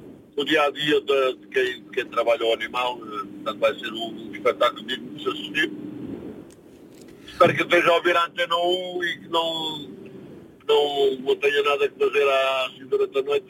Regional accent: Lisbon, Portugal; born there; also born or lived in Caneças; Eu sou de Lisboa, nasci em Lisboa, na Alfredo da Costa.

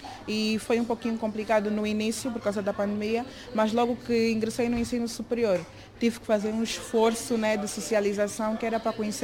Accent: Luanda, Angola; moved away as an adult; now in Braga, Portugal; tenho 23 anos e venho de Angola, Luanda.

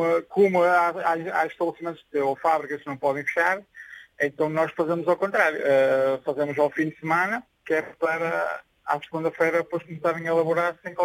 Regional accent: Vila Nova de Gaia, Norte, Portugal; Eu, Vila Nova de Gaia, Canelas.

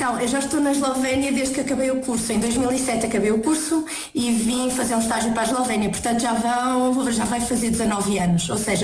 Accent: Vila Real, Norte, Portugal; moved away as an adult; now in Slovenia; sou engenheira ambiental, sou de Vila Real, tirei o curso na UTAD

